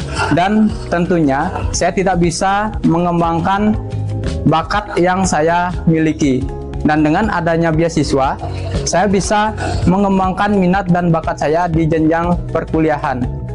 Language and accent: Indonesian; Gitgit, Bali, Indonesia; berasal dari Gitgit.